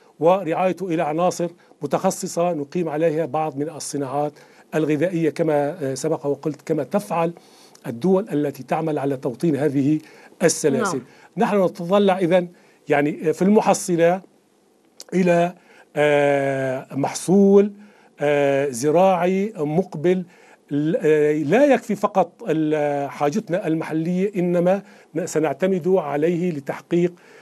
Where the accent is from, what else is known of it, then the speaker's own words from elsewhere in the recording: Syria; نحن كسوريين نعول حقا على تنمية تلك المناطق